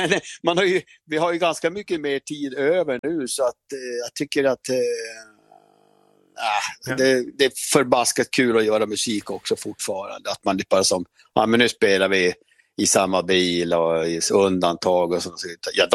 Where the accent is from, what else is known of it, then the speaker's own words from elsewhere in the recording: Piteå, Norrbotten County, Sweden; Jag kommer ju från Piteå